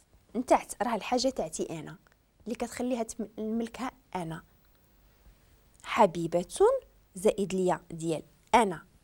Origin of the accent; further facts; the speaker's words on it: Morocco; وزمان الا تعقلوا ان في العائلات ديال عندنا في المغرب كتكون لا بدا شي مراه كنعيطوا ليها حبيبتي